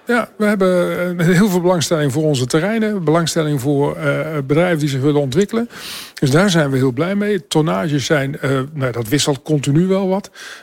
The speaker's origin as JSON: {"language": "Dutch", "town": "Eemshaven", "region": "Groningen", "country": "Netherlands", "said": "Daar kom ik vandaan."}